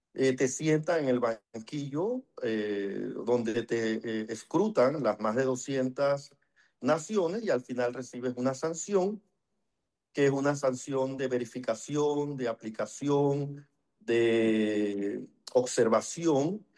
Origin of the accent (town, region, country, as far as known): Panama